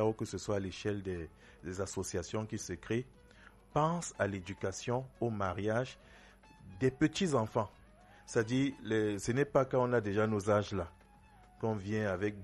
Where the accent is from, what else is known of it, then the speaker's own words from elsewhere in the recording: Cameroon; chez nous au Cameroun